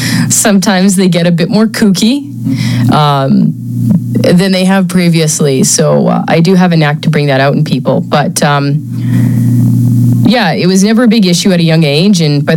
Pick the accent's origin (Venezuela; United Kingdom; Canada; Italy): Canada; Saskatoon, Saskatchewan; I grew up in the prairies in Saskatoon. So I grew up a city girl, middle class